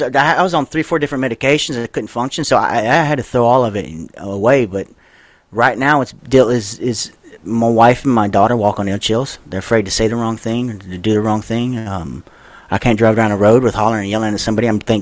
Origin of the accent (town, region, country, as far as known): Louisiana, United States; born or raised there